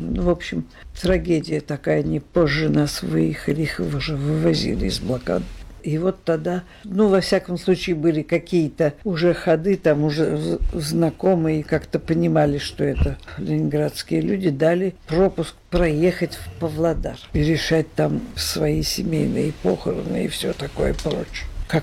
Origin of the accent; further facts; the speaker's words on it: Saint Petersburg, Russia; born there; Я родилась-то, это очень интересно, потому что я родилась на Загородном, 34.